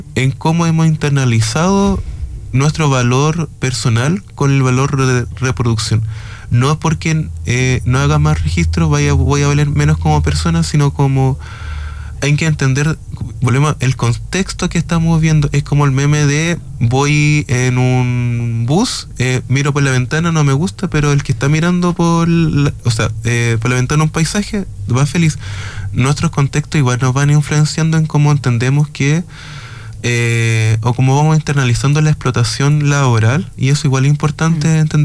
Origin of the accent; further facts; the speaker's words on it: Villa Alegre, Maule, Chile; por lo menos allá yo soy de oriundo de Estación Villa Alegre.